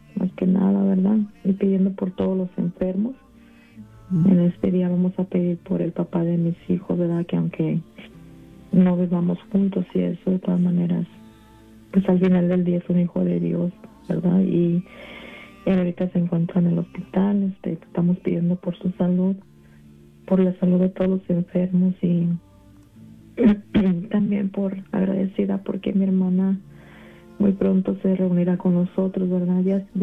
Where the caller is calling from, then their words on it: Riverside, California, United States; de Riverside, de la 1670.